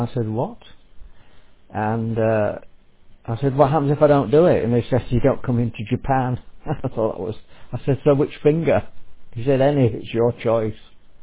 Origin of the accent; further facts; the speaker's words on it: United Kingdom; because I'm British, when I go